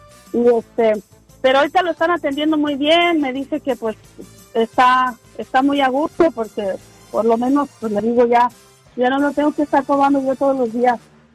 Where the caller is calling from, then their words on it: Jalisco, Mexico; De Jalisco.